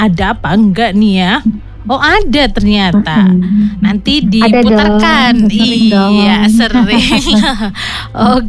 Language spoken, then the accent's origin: Indonesian; Java, Indonesia; karena rasanya kita orang Jawa.